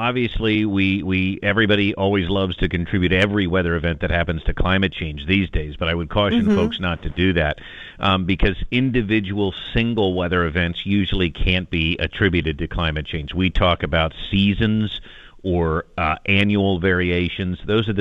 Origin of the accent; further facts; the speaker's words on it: Bloomsburg, Pennsylvania, United States; I grew up in Bloomsburg, so we were in the Scranton, PA market, not that far away from here, just up the river.